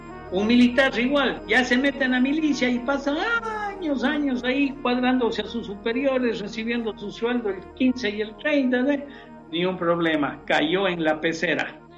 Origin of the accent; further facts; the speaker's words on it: Cuenca, Azuay, Ecuador; el otro día tuve el agrado de dar una conferencia en Cuenca, una ciudad por acá, es mi ciudad natal